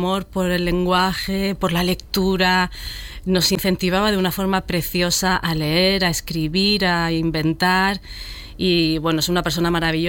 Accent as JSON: {"language": "Spanish", "town": "Albox", "region": "Andalusia", "country": "Spain", "tie": "born there", "also_born_or_lived": "Sabadell", "said": "Yo considero que me he formado como persona, mi adolescencia todo en Albox, y adoro Andalucía, me considero andaluza."}